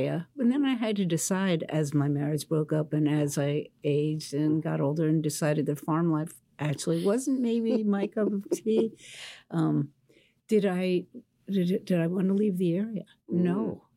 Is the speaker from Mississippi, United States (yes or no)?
no; West Virginia, United States; moved away; also born or lived in Fairmont; You know, I moved from Wetzel County, rural Wetzel County, West Virginia, to Fairmont, West Virginia.